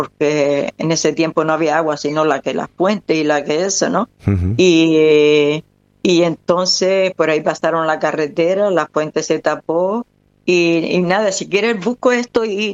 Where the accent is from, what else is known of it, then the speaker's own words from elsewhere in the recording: Canary Islands, Spain; born there; yo nací en esa zona, en el Lomito Coneja